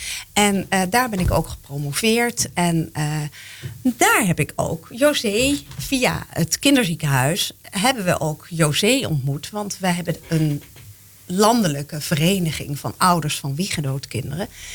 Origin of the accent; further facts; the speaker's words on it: Arnhem, Gelderland, Netherlands; born there; also born or lived in Congo / Belgium; En mijn ouders zijn hier geland in Nederland, want de KLM haalde ons op. En ik ben dus hier verder opgegroeid, maar ik ben wel toch wel een beetje Vlaams opgevoed.